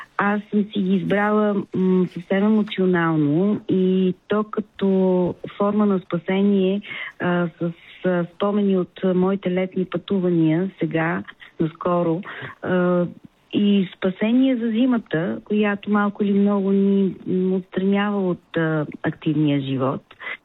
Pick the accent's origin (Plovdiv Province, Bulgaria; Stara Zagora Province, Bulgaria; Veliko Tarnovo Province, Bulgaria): Plovdiv Province, Bulgaria; Plovdiv; now in Sofia, Bulgaria; защото аз съм пловдивчанка и заминах да уча в Софийския университет в София, започнах да пея в джаз клуба в началото на 90-те.